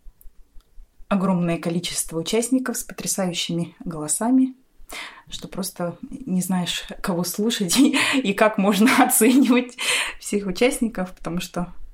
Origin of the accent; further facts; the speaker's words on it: Omsk, Omsk Oblast, Russia; Я приехала из города Омска.